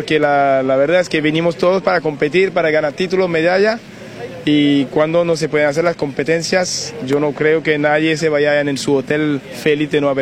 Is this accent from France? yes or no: yes; France; Yo soy francés.